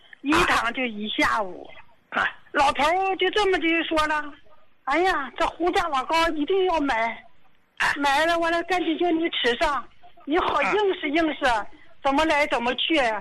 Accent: Dalian, Liaoning, China; 我是大连的。我今年70岁。

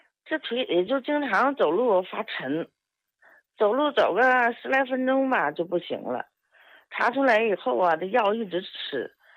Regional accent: Weihai, Shandong, China; 我是刚刚从机关退下来的，我家是山东威海的。

